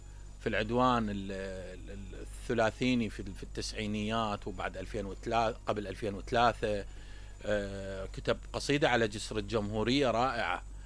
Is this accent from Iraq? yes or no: yes; Iraq; هاي أنه في الواسطات والرشاوي والكذا، وكانت عندنا بالعراق بقوة.